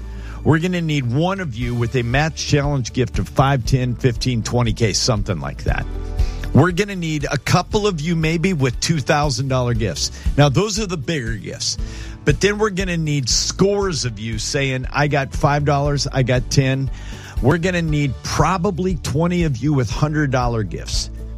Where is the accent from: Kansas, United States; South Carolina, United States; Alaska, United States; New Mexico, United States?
Alaska, United States; Homer; born there; Lucinda, I was born in Homer, Alaska.